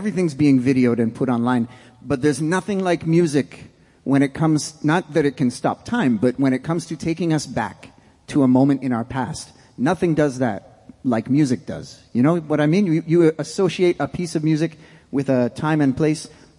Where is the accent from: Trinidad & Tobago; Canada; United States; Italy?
Canada; We're from Canada.